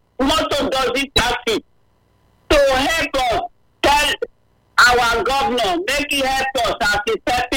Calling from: Benin City, Edo, Nigeria; from Upper Mission.

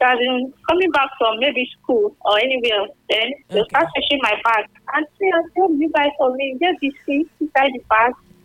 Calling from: Benin City, Edo, Nigeria; Calling from Benin.

